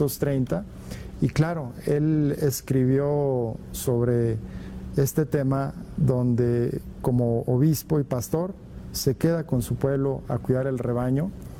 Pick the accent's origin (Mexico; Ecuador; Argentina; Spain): Mexico; Capilla Guadalupe, Jalisco; desde mi párroco en mi pueblo, en Capilla Guadalupe, Jalisco, soy oriundo de Jalisco